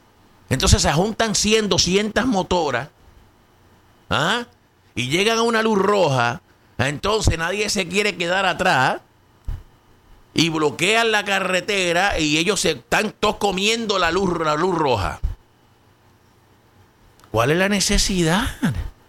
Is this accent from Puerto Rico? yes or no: yes; Caguas, Puerto Rico; now in Pennsylvania, United States; yo soy de Cagua